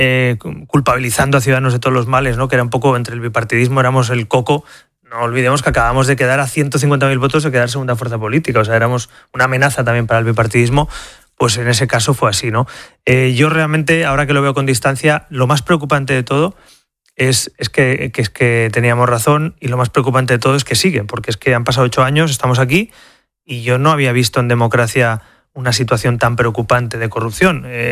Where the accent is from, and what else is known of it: Spain